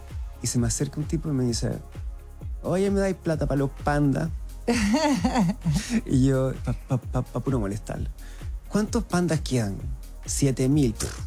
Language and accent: Spanish; Curicó, Maule, Chile; now in Santiago, Chile; en el colegio cuando era chico en Curicó.